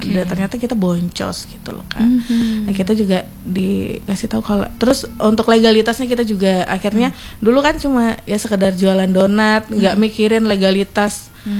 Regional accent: Painan, West Sumatra, Indonesia; now in Padang, Indonesia; Karena kampung aku di sana

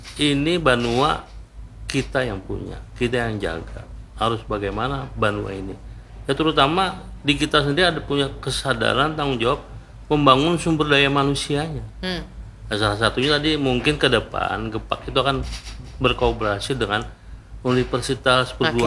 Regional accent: Kalimantan, Indonesia; kita orang Kalimantan jangan kalah.

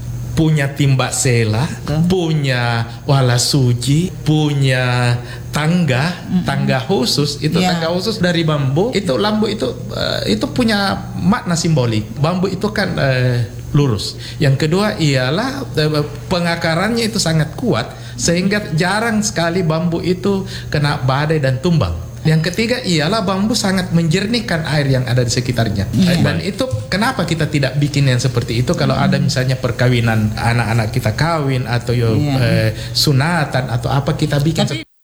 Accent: Galesong, South Sulawesi, Indonesia; Jadi kalau belakangan ada yang tanya, kamu kan saya orang Galesong, ada rumah adat saya di Galesong.

